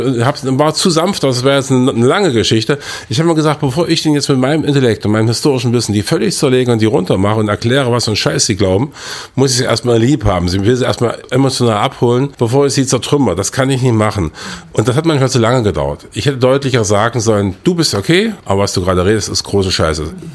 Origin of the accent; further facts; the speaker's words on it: Weißenfels, Saxony-Anhalt, Germany; also born or lived in Eisleben; Ja, ich bin in Eisleben geboren, in Weißenfels aufgewachsen. Also es ist mein Ursprungsfluidum dieser proletarisch geprägten Kultur des Industriedreieckes.